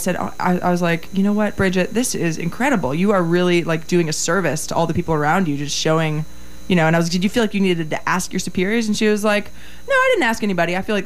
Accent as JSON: {"language": "English", "region": "New Jersey", "country": "United States", "tie": "born or raised there", "also_born_or_lived": "New York City", "moved": "yes", "said": "I lived in New York City for 7 years. I grew up in Jersey, playing bluegrass with my dad. You know, it's like Little House on the Turnpike."}